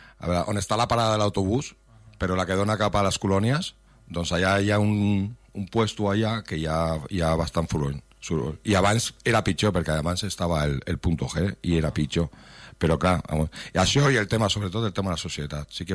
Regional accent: Catalonia, Spain; Nosaltres no som de Sant Andreu, som del Palau.

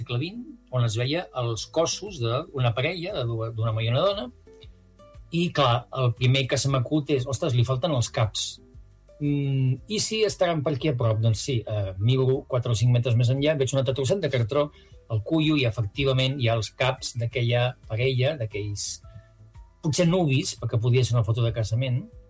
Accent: Creixell, Catalonia, Spain; born or raised there; also born or lived in Torredembarra / Barcelona; now in Empordà, Spain

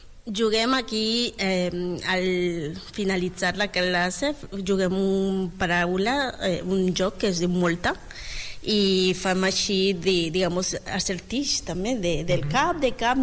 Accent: Bolivia; Catalan is a second language; moved away as an adult; now in Spain; Ah, soc boliviana.

